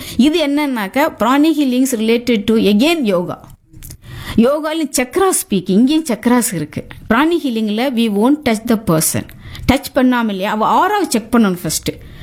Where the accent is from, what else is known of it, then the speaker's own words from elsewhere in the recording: Tamil Nadu, India; born there; நான் வந்து தமிழ்நாடு பொண்ணு. ஆக்சுவலி தமிழ்நாட்டில் தானே நாங்க பிறந்தோம்.